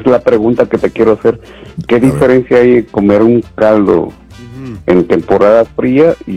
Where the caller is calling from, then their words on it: Guatemala; Somos de Guatemala.